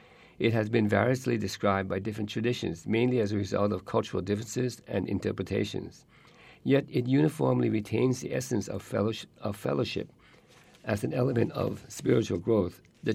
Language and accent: English; Thailand; from Thailand, and I will be your moderator today.